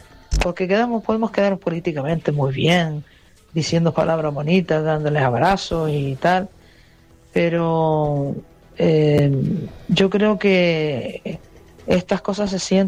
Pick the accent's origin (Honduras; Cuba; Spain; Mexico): Spain; Ingenio, Canary Islands; yo que soy una cochinera porque soy de Ingenio